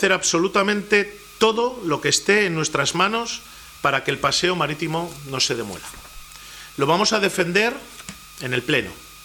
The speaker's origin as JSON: {"language": "Spanish", "town": "Laredo", "region": "Cantabria", "country": "Spain", "said": "Todos somos de Laredo."}